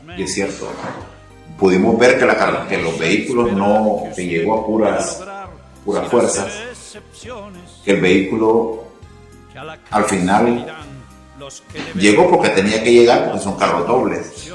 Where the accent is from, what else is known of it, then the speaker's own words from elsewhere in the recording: Honduras; Porque todos somos hondureños.